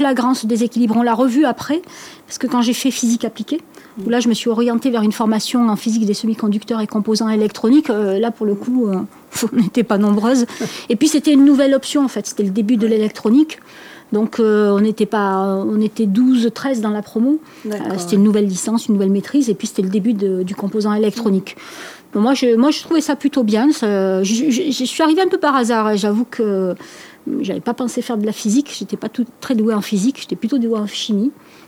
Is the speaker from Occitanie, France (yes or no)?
yes; Alès, Occitanie, France; je suis née à Alès. J'ai fait mon école maternelle, et ça a son importance, à l'école Nadine Worms